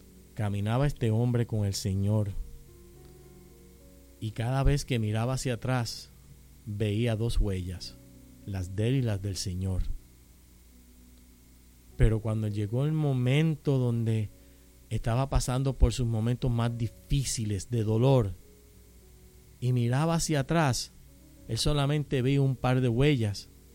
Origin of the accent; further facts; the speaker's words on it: Caguas, Puerto Rico; born there; Como dicen allí en mi pueblo en Caguas, borrón y cuenta nueva.